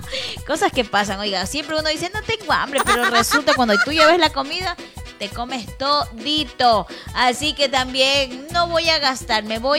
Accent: Ecuador; los ecuatorianos tenemos frases inolvidables

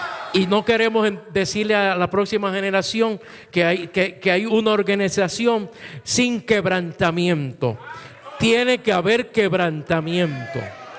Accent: Puerto Rico; mi país, somos ciudadanos americanos

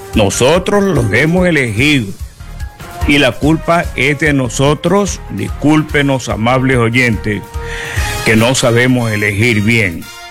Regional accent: El Oro, Ecuador; Nuestros amables oyentes aquí en Machala, buenos días en mi provincia del Oro, buenos días en mi país Ecuador

